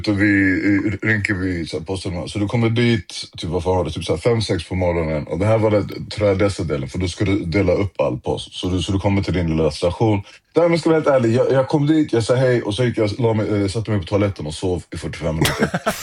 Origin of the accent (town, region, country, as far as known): Rågsved, Stockholm County, Sweden; born or raised there